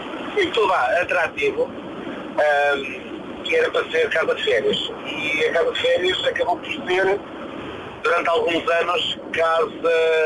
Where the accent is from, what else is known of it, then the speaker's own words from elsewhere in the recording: Sintra, Lisbon, Portugal; also born or lived in Peso da Régua; Eu nasci há quase 50 anos em Santa Marta Penangão, ou neste caso em Pedra Régua, no antigo hospital de Pedra Régua, e vim para a linha de Sintra, onde vou agora, não é?